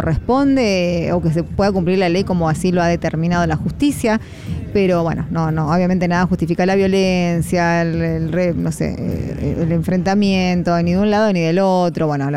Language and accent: Spanish; Mendoza, Argentina; ¿Cómo somos los mendocinos ahí, pacífico?